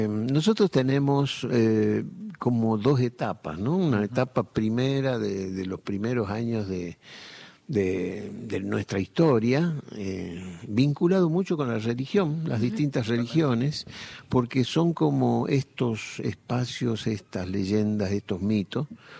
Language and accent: Spanish; Ledesma, Jujuy, Argentina; Yo me crié en Ledesma. En Ledesma, como ustedes saben, hace mucho calor y la gente hasta altas horas de la noche conversa en las veredas.